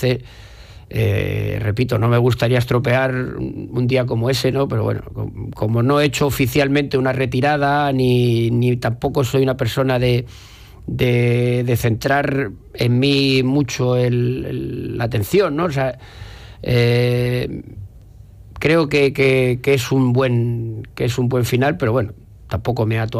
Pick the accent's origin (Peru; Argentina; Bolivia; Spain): Spain; Toledo, Castilla-La Mancha